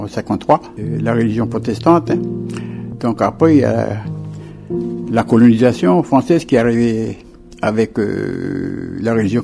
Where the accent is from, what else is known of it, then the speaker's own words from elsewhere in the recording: Ouvéa, Loyalty Islands Province, New Caledonia; Des fois, je lis dans les émissions, hein, je lis un texte pour faire en sorte que même si je suis loin d'Ouvéa, de ma tribu, ben, je donne quand même mon témoignage